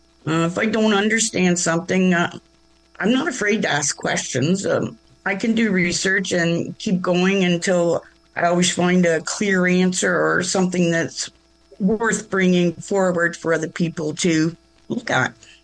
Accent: Highlands East, Ontario, Canada; I have grown up here. I've been here in this area for 60 years. I'm a generational, you know, my mother and then my granddaddy and then his daddy. And we've been here for a long time.

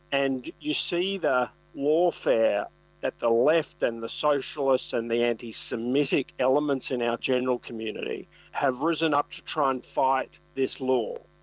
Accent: Australia

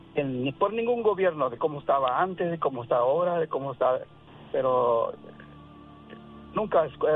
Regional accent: Guerrero, Mexico; usted es de Guerrero, yo soy de Guerrero también.

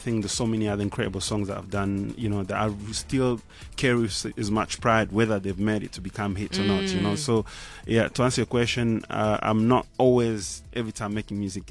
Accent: Goma, North Kivu, DR Congo; I'm named after my hometown

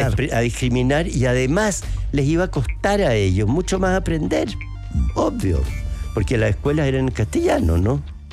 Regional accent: Chile; Los más racistas que hay somos los chilenos.

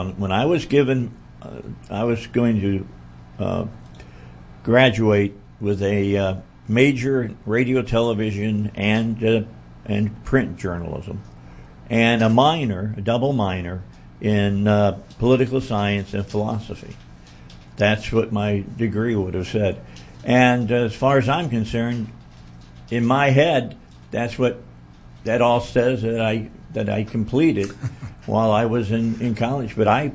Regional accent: Midwest, United States; I grew up in the United States when California still was a great state.

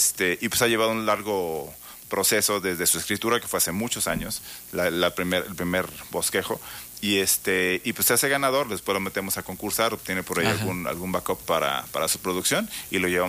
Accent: Uruapan, Michoacán, Mexico; moved away as an adult; now in Morelia, Mexico; yo soy de Europa, Michoacán.

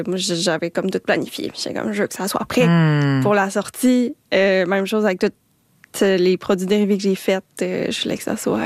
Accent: Quebec City, Quebec, Canada; now in Montreal, Canada; je viens de Québec.

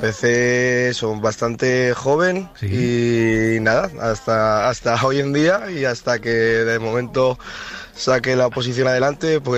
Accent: Gijón, Asturias, Spain; yo, Aitana, tengo que corregirte, soy de Gijón, no de Río de Sella, doy clases en Río de Sella.

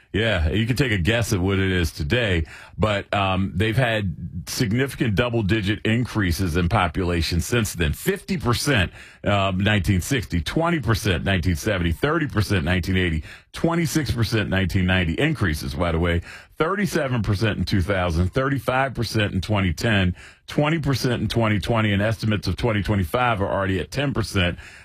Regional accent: Charlotte, North Carolina, United States; born there; I was born in 81 in Charlotte, North Carolina.

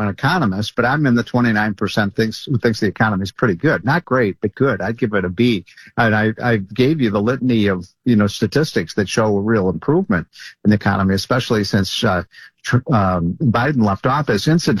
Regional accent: Chicago, Illinois, United States; But Larry, I'm from Chicago. The sun doesn't shine all that much in Chicago.

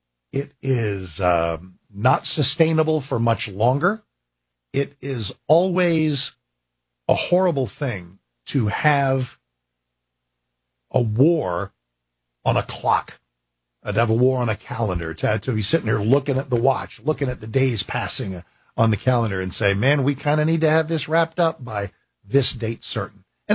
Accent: United States; but just as an American, as a person, I'd like sanity returned to the Middle East.

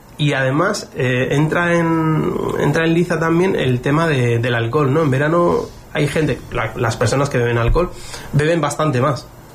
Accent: Basque Country, Spain; now in Lanzarote, Spain; No, yo soy vasco

